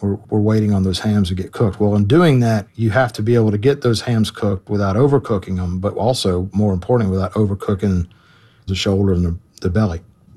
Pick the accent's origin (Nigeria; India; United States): United States; Memphis, Tennessee; born there; I was born in Memphis. Our family farm, both my parents, both sides of my family are from Corinth, Mississippi.